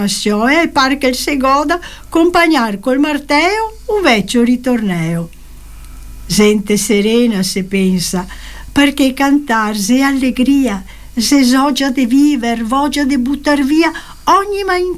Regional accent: Venice, Veneto, Italy; born or raised there; moved away

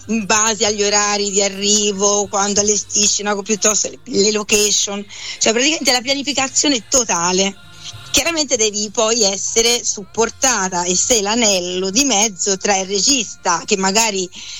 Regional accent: Prato, Tuscany, Italy; Poi mi sono toscana e mi sono poi finita, diciamo, ho iniziato a formarmi, diciamo, per la recitazione cinematografica, perché chiaramente sono partita da quella teatrale nella mia città a Prato, da quando avevo tipo 6 anni.

